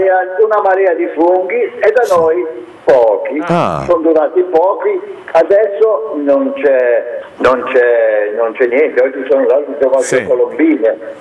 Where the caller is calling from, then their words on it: Bardinetto, Liguria, Italy; Sono da Bardinetto.